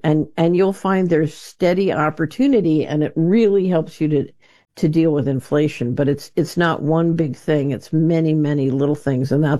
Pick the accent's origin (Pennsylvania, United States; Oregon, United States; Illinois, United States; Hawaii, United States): Pennsylvania, United States; Philadelphia; I grew up in West Philadelphia.